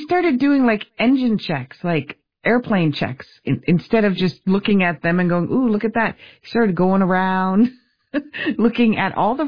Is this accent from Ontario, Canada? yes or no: yes; Windsor, Ontario, Canada; born there; I was Detroit, as the Windsorite would say, because I was born in Windsor, Taggers. See, in Canada, we say Tigers. But if you're from Windsor, you say Taggers.